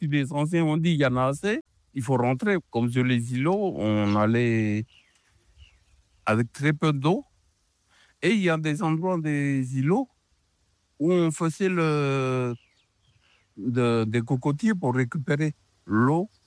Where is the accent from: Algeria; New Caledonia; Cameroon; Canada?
New Caledonia; South Province; je suis originaire de l'île des Pins, j'ai 77 ans.